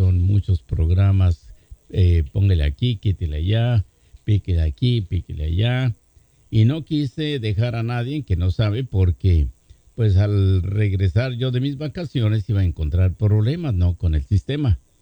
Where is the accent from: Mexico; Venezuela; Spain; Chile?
Mexico; Durango; que estoy tratando de hacer una cabina de radio en Durango, ¿verdad? Para cuando yo viaje por allá a mi tierra